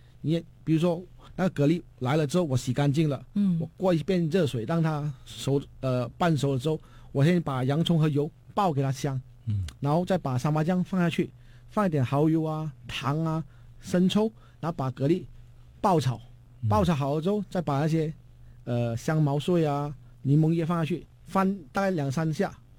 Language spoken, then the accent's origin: Chinese; George Town, Penang, Malaysia; 我们槟城人一般的话都是比较喜欢用椰奶